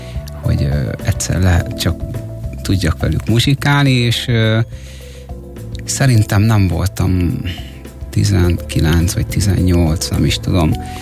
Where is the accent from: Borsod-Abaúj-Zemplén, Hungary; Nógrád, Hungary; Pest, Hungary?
Nógrád, Hungary; Endrefalva; also born or lived in Salgótarján; Én Salgótarjánban születtem. Salgótarján mellett nevelkedtem egyébként Endrefalván.